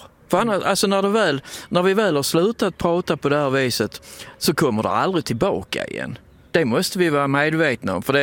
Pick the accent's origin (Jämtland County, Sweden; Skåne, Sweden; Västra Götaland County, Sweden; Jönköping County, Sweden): Skåne, Sweden; accent: Skåne dialect; vi måste anpassa vår dialekt till folk som kommer hit. Men sen när vi åker härifrån så måste vi anpassa vår dialekt dit vi kommer.